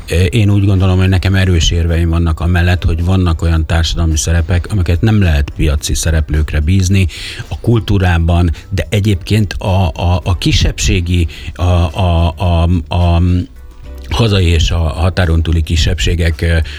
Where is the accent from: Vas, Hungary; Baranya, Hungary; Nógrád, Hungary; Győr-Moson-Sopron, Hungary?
Baranya, Hungary; Pécs; now in Budapest, Hungary; pécsi vagyok